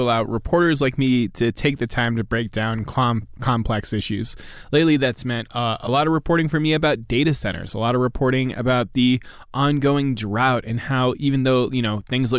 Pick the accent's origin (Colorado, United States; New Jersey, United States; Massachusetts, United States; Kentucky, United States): Colorado, United States; Denver; reporters like me who live in Denver. I'm actually from Denver.